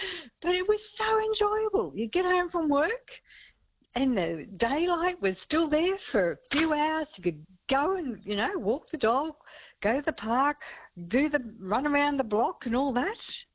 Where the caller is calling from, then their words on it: Queensland, Australia; I am a Queenslander